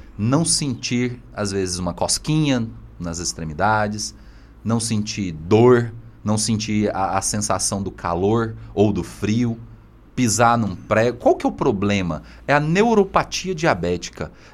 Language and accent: Portuguese; Aragarças, Goiás, Brazil; nascido e criado ali em Aragarças, na beira do rio Araguaia.